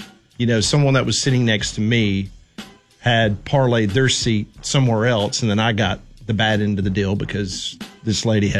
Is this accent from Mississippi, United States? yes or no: yes; Mississippi, United States; born there; I should know this since I was born in Mississippi and most of my family still lives over there.